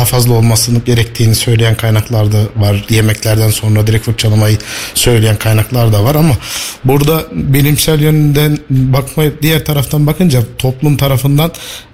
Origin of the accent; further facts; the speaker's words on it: Hatay, Turkey; born there; also born or lived in Ankara; now in Kayseri, Turkey; Hatay doğumluyum. Kayseri'de 2017 yılından beri buradayız. Eşimin burada uzmanlık yapması dolayısıyla buraya geldik. O günden bugüne buradayız.